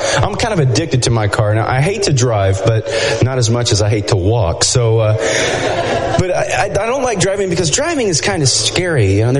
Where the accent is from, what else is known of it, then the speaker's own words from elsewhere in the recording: Nashville, Tennessee, United States; I'm from Nashville, Tennessee. We see people in the street. We stop.